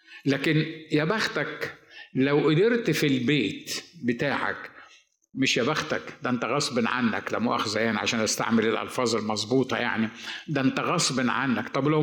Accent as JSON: {"language": "Arabic", "country": "Egypt", "moved": "yes", "said": "هو انا بفتح برانش هنا من مجلس الشعب عندنا في مصر"}